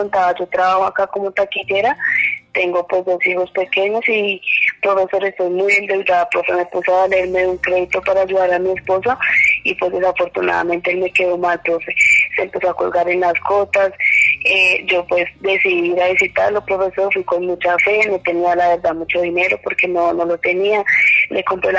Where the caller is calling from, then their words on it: Bogotá, Colombia; Lo llamo acá de Bogotá, el Terminal